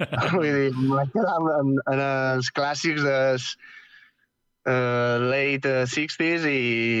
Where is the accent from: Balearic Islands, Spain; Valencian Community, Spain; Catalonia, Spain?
Catalonia, Spain; Barcelona; No, jo soc de Barcelona.